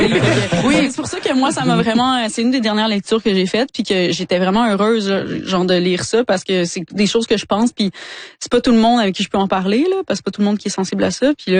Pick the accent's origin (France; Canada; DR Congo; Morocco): Canada; Quebec; Ouais, ma famille vient du bas du fleuve aussi, mais j'ai grandi en Gaspésie.